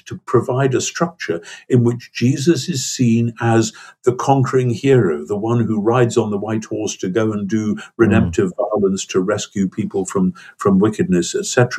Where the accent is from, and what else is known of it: United Kingdom